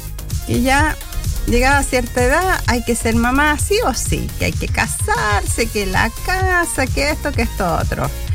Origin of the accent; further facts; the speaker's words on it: Chile; Si somos chilenos, nos entendemos.